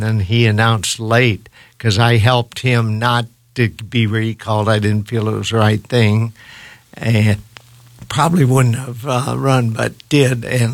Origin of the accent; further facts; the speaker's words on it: Omaha, Nebraska, United States; I started school at Mason School. We lived at 23rd and Pierce. And then we moved a lot, about 17 times while I was growing up in Omaha. I went to Washington School later, and then to Loveland School, and then to Westside. So, you know, I know Omaha well.